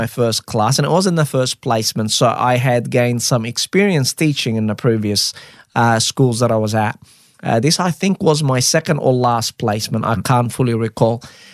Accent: Egypt; first language Arabic; English is a second language; now in Australia; I grew up speaking Arabic in Egypt.

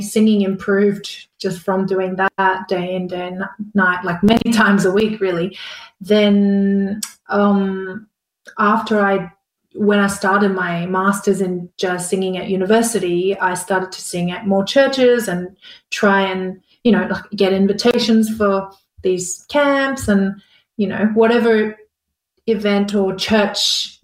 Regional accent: Brisbane, Queensland, Australia; Yeah, so I grew up in Brisbane going to a Korean church

